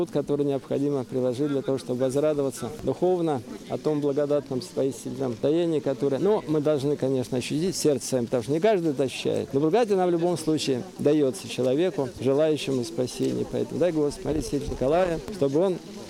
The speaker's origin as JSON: {"language": "Russian", "region": "Tver Oblast", "country": "Russia", "said": "Тверской губернии. Никогда не думал, что сюда попаду."}